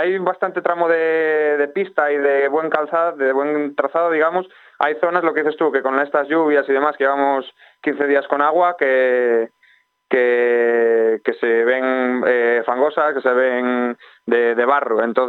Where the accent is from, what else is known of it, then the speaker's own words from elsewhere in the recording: Villacarriedo, Cantabria, Spain; yo soy de Villacarriedo